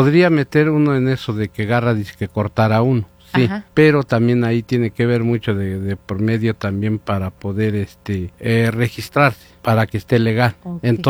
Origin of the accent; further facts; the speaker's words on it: Chicavasco, Hidalgo, Mexico; vengo de la comunidad de Chicabasco.